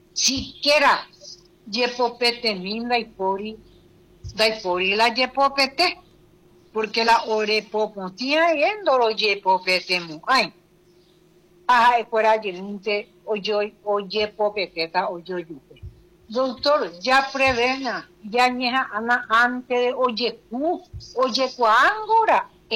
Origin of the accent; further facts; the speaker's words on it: Paraguay; Como mamá, como paraguaya.